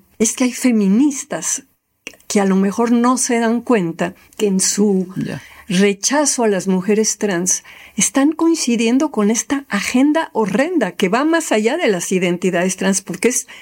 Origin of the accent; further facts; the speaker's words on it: Mexico; Siendo mexicana